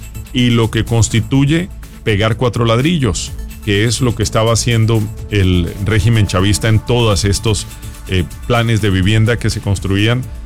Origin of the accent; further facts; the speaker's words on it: Colombia; en mi país, en Colombia